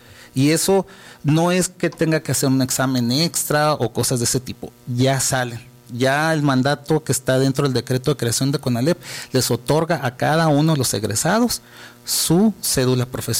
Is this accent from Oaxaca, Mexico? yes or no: no; Agua Prieta, Sonora, Mexico; now in Cananea, Mexico; yo soy originario de Agua Prieta